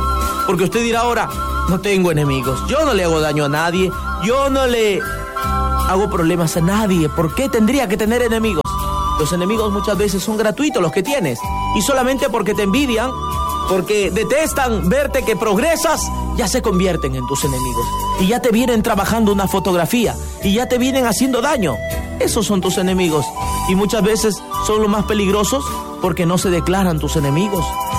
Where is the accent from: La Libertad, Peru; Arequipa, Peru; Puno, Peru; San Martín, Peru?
San Martín, Peru; en nuestra tierra, el Perú, porque somos peruanos y hemos venido luego de ayudar a tanta gente que lo ha necesitado.